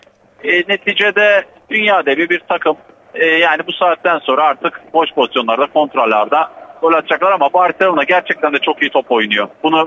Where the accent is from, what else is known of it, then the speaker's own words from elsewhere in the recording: Adana, Turkey; Sadece kendi takımımız var. Memleketimizin takımı. Adana Demirsporluyum.